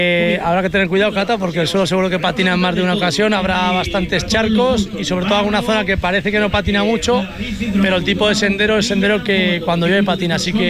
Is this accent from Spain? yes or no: yes; La Rioja, Spain